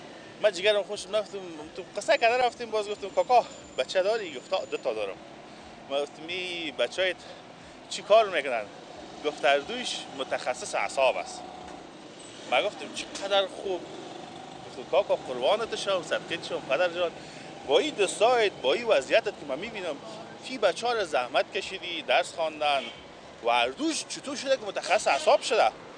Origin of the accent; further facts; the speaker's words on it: Baghlan, Afghanistan; ما از بغلان هستیم